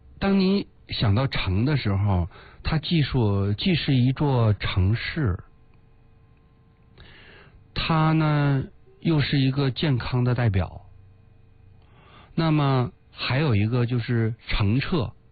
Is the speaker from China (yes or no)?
yes; China